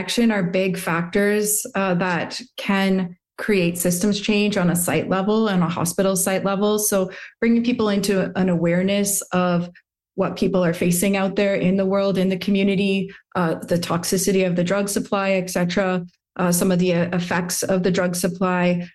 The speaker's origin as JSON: {"language": "English", "area": "Comox Valley", "region": "British Columbia", "country": "Canada", "said": "I'm from the Comox Valley and I was working here at the Comox Valley Art Gallery."}